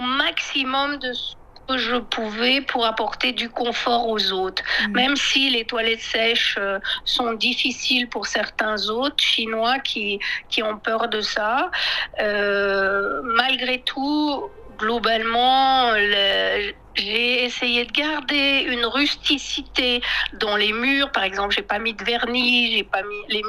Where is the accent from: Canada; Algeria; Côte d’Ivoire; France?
France; now in Yunnan, China; j'ai beaucoup voyagé au Yunnan, mais je suis française.